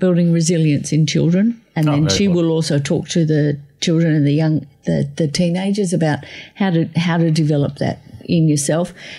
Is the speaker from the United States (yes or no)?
no; Australia; born there